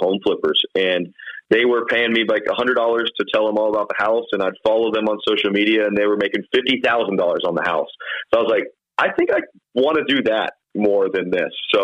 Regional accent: Columbus, Ohio, United States; Every house, and I'm born and raised in Columbus. Everything is done in Central Ohio.

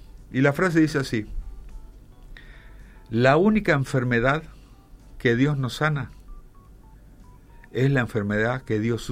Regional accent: Argentina; now in Paraguay; yo no le comenté a la audiencia que lamentablemente yo soy argentino.

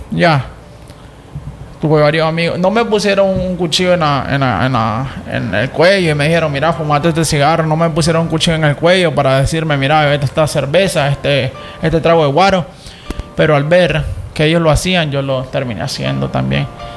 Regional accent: Tipitapa, Managua, Nicaragua; yo vengo de Tipitapa

